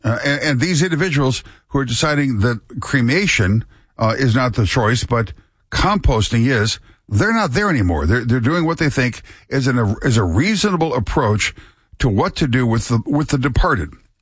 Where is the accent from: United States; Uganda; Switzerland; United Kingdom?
United Kingdom; Scotland; although I'm Scottish